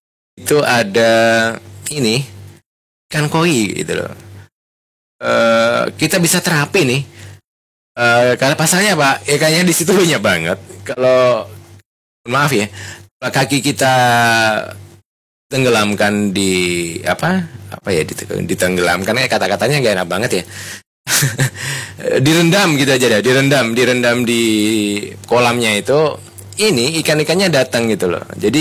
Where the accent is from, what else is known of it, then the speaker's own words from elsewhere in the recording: Ngawi, East Java, Indonesia; born there; Ya alhamdulillah saya dilahirkan di Ngawi dan sangat senang untuk berada di Ngawi. Walaupun pengen keluar kota, tapi setelah itu kembali lagi.